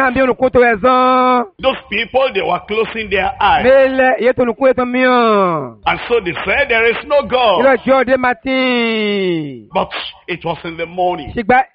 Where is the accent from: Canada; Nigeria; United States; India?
Nigeria; Because I came from Nigeria, Africa.